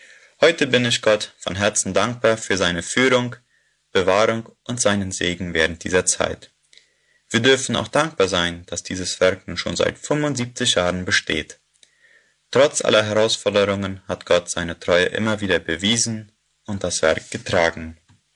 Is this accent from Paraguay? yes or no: yes; Neuland, Boquerón, Paraguay; ich komme aus der Kolonie Neuland